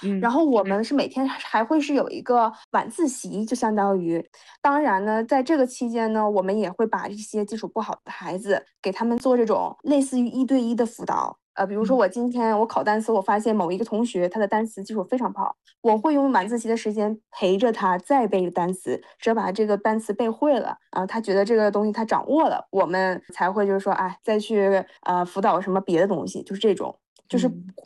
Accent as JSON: {"language": "Chinese", "region": "northern China", "country": "China", "said": "它贵州这边的是跟咱们北方不太一样的"}